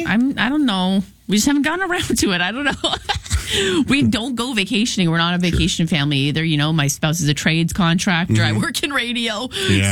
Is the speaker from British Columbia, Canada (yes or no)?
yes; Sidney, British Columbia, Canada; I grew up right down on McDonald Park Road in Sydney, North Saanich, whatever.